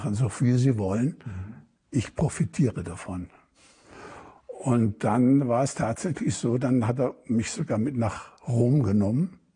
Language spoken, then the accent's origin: German; Germany; Ich sagte, ich bin Deutscher.